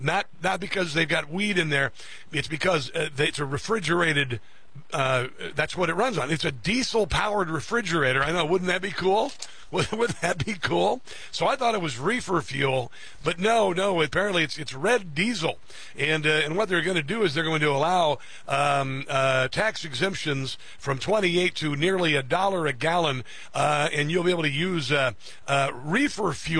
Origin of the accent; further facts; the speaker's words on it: Midwest, United States; I'm from the Midwest, the heartland. I've actually helped harvest. I've shelled corn.